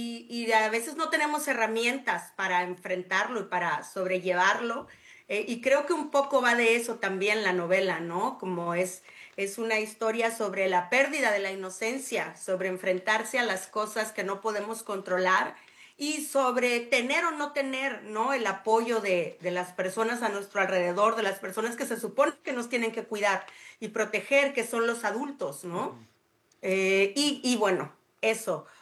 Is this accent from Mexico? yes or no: yes; Mexico; es una locura que soy la quinta mexicana en ganarlo, ¿no? Y la segunda mujer mexicana después de Lenita Poniatowska, imagínate.